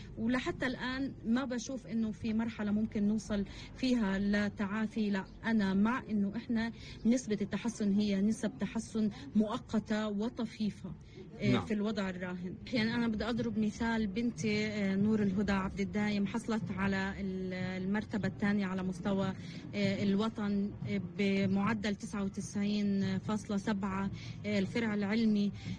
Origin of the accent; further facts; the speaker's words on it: Gaza Strip, Palestine; احنا مجتمعنا الغزي من المجتمعات المحافظة